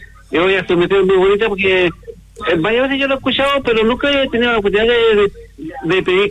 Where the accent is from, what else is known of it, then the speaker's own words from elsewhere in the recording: Talcahuano, Biobío, Chile; moved away; also born or lived in Cañete; Yo soy cañetero, yo nací en Cañete, pero me crié en Talcahuano. Desde 5 años, mis padres se fueron para Talcahuano y de allá volví para acá.